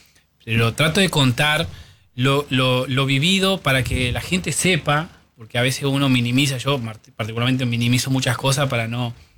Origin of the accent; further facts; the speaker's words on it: Argentina; Estoy en mi país.